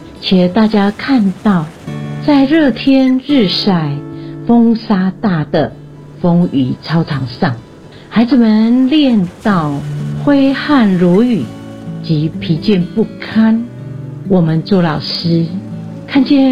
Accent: Amis homeland (Hualien–Taitung), Taiwan; 我来自长良的主语专职老师，阿美族人，

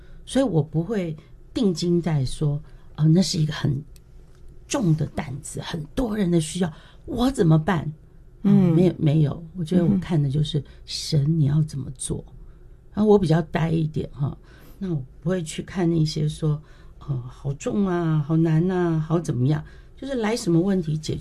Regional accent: Taiwan

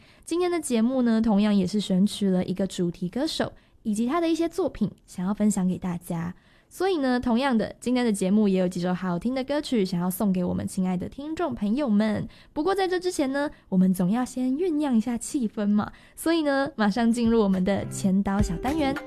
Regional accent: Tainan, Taiwan; now in Taipei, Taiwan; 然后我上礼拜回台南啊，因为我是台南人

